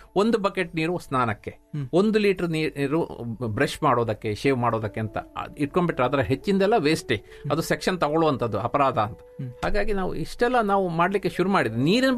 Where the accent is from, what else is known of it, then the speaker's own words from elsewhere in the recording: Padre, Kerala, India; ನನ್ನ ಗ್ರಾಮ ಪಡ್ರೆ